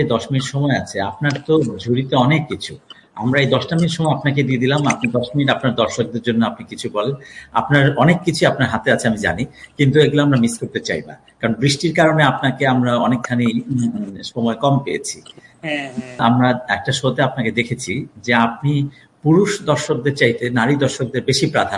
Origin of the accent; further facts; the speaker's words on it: Narsingdi, Dhaka Division, Bangladesh; আমার দেশের বাড়ি হচ্ছে নরসিংদী